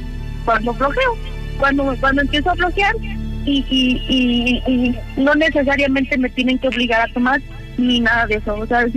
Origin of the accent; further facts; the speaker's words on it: Guerrero, Mexico; now in Denver, United States; Porque nosotros somos de Guerrero y allá en Guerrero las que se llaman … se les dice ….